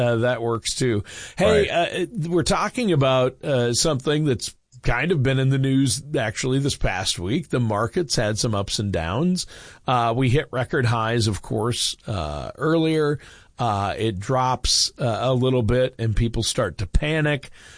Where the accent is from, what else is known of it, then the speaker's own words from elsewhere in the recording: Minnesota, United States; Even though, you know, I'm from Minnesota and my Vikings, I'm a little concerned for them this year.